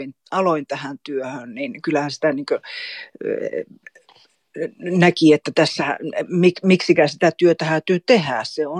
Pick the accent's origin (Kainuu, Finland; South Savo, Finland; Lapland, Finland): Lapland, Finland; Kolari; now in Kaunisvaara, Sweden; Mä olen Tornionlaaksosta. Mulla on juuria Suomen ja Ruotsin puolella. Itse mä olen kasunut sitten niin Suomen puolella Tornionlaaksossa Kolarissa. Ja tällä hetkellä mä asun Kaunisvaarassa.